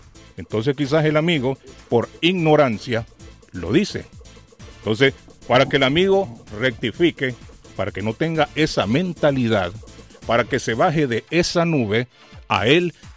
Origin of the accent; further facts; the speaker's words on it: Honduras; Y me siento con el derecho de responderle como centroamericano, pero más como hondureño.